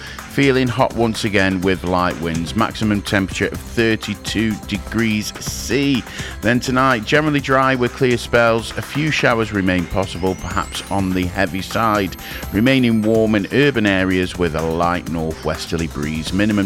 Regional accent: Stoke-on-Trent, West Midlands, United Kingdom; we know we're from Stoke.

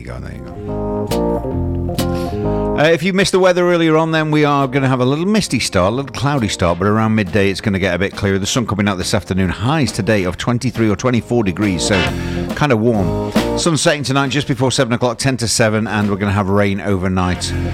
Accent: Stoke-on-Trent, West Midlands, United Kingdom; I was born and bred in Burslem, so I'm pretty, you know, centre of the known universe, as it is, the centre of England.

